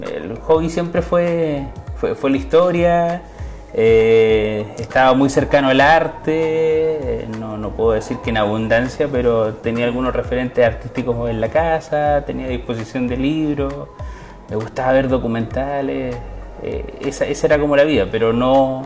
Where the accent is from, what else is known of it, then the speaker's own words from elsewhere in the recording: Tomé, Biobío, Chile; Yo soy originario de Frutillares, pero mi crianza fue prácticamente en el sector centro de aquí de Tomé.